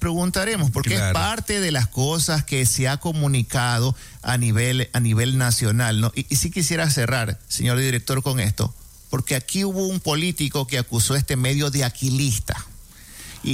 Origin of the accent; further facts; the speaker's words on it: Ecuador; nosotros como ecuatorianos